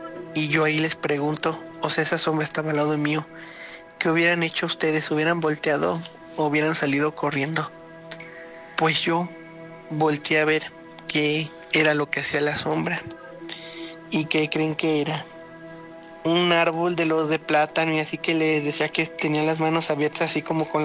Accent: San Francisco del Rincón, Guanajuato, Mexico; de San Francisco del Rincón, Guanajuato.

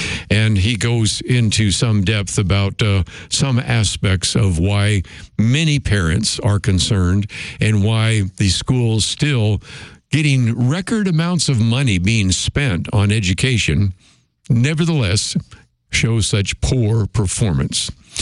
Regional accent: California, United States; and I grew up in the Bay Area, so I know this only so well

